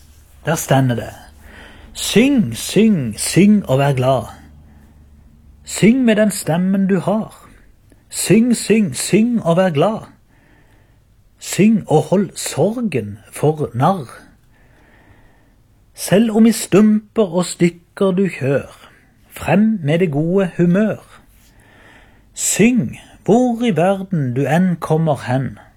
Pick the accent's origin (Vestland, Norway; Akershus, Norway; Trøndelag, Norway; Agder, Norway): Agder, Norway; Byrmo